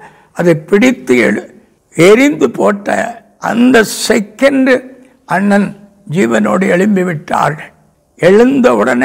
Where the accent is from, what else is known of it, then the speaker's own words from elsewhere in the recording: Tamil Nadu, India; நான் சொந்த ஊராகி அந்த நாசிரியத்து பக்கத்தில் மூக்குப்பீறி என்னிடத்துக்கு போனேன்.